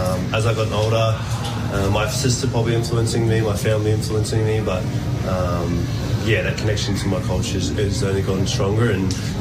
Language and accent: English; New Zealand; I grew up obviously in New Zealand